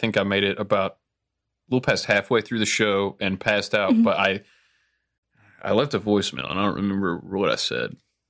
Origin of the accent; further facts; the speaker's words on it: Ireland; And you know, I don't get offended when people say that as an Irish guy.